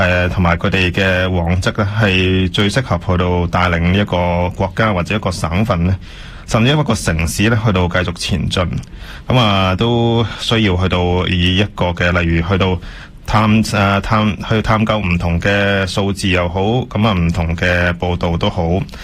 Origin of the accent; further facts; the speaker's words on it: Canada; 咁我哋加拿大人係咪俾政府背刺咧？